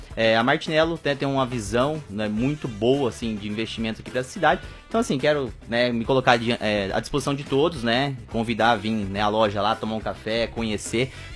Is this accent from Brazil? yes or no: yes; Tangará da Serra, Mato Grosso, Brazil; Eu sou de Tangará da Serra, mas Pontes Lacerda realmente é minha segunda cidade.